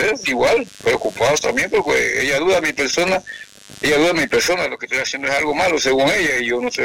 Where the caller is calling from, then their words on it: Panamá, Panama; De Alcaldía, Panamá Norte.